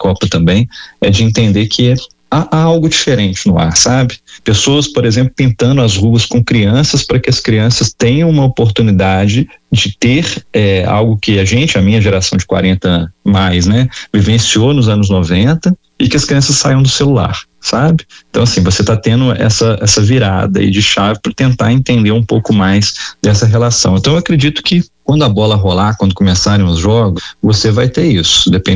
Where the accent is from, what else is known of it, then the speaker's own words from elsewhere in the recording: Juiz de Fora, Minas Gerais, Brazil; E nós que somos do litoral de Minas, né, de Juiz de Fora, ou interior do Rio